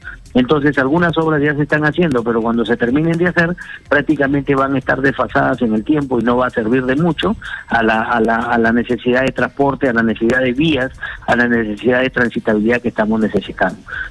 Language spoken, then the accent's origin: Spanish; Peru; no solo como transportistas, uh-huh, sino como peruanos